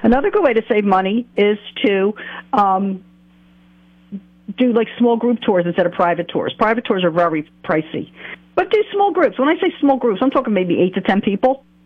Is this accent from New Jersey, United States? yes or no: yes; New Jersey, United States; I'm from Jersey, yeah, mm-hmm, with this accent.